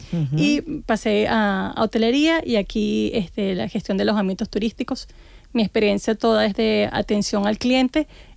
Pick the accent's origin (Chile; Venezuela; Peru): Venezuela; moved away as an adult; now in Spain; Yo realmente estudié 4 años de idiomas modernos uh-huh. en mi país, Venezuela.